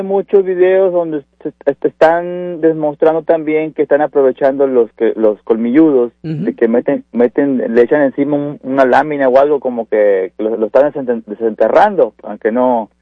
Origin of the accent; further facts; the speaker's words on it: Mexico; nosotros como mexicanos nomás opinamos